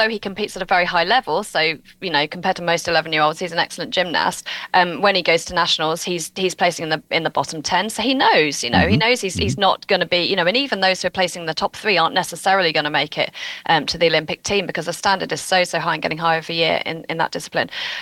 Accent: England, United Kingdom; as an English England fan.

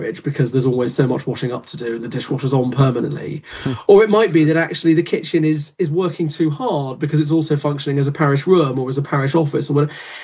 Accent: England, United Kingdom; we are English at the end of the day

